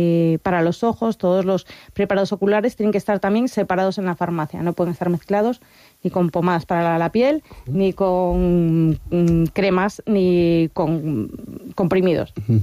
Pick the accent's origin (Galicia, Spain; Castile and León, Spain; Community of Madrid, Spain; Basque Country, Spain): Galicia, Spain; Y como gallega hay que hablar de una gallega